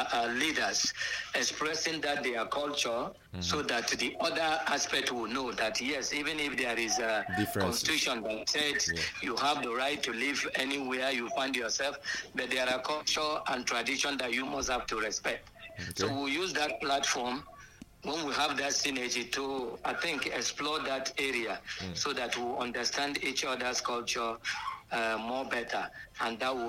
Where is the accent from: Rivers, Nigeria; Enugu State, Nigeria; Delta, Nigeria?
Enugu State, Nigeria; Enugu; also born or lived in Adamawa State; I was born and brought up here in Enugu. I school here. I did everything. I know the terrain more than I do know up there in the north. I'm from Adamawa State, but I'll call Enugu my state.